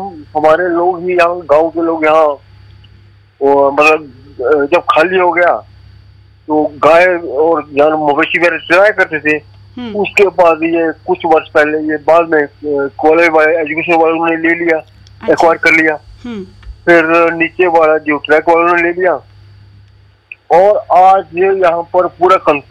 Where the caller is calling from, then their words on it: Dharamshala, Himachal Pradesh, India; हमारा ये गांव है छोटा सा, ये धर्मशाला नहीं है, अपना स्टेडियम के पास ही है।